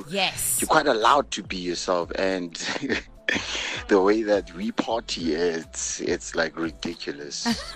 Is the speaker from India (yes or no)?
no; Lesotho; moved away; I'm originally from Lesotho